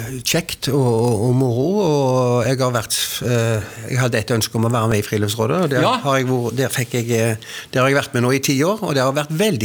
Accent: Håvik, Rogaland, Norway; Jag är från Håvik.

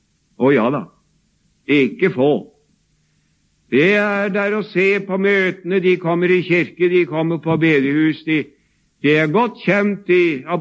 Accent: Sarpsborg, Østfold, Norway; hjemme fra min hjemby i Sarpsborg

